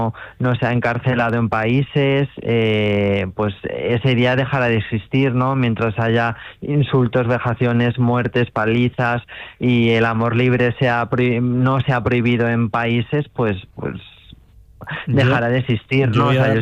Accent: Spain; también soy muy marchavalero

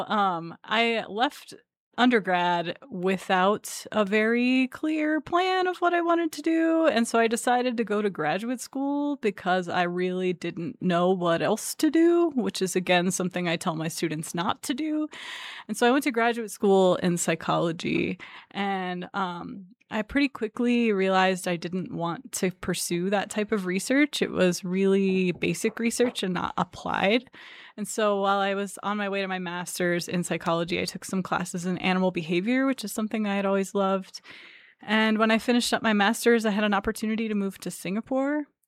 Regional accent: Canton, Ohio, United States; moved away as an adult; now in Utah, United States; So I didn't grow up in Utah. I grew up in Northeast Ohio, in Canton, Ohio. And I went to college at the College of Worcester in Ohio.

